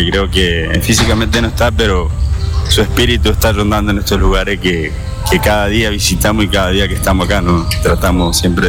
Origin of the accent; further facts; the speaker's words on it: Laguna Limpia, Chaco, Argentina; now in Resistencia, Argentina; Yo soy un pueblito distante a 169 kilómetros de aquí, que se llama Laguna Limpia.